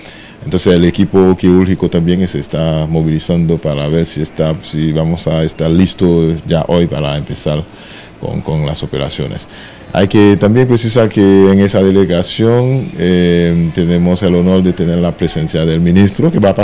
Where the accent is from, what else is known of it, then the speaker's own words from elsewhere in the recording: Haiti; somos la delegación de Haití